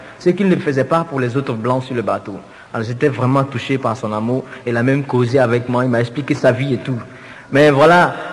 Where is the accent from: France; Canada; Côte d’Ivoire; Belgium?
Côte d’Ivoire; Abidjan; je vais chez moi, à Abidjan.